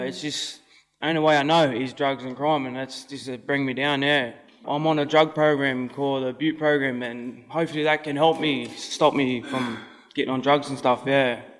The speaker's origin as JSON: {"language": "English", "town": "Newcastle", "region": "New South Wales", "country": "Australia", "said": "I'm from Newcastle. My tribe's Warramai."}